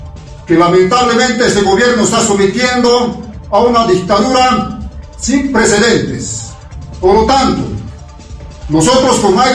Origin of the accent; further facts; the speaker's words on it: Bolivia; que es nuestro deber de defender como todo boliviano y boliviana.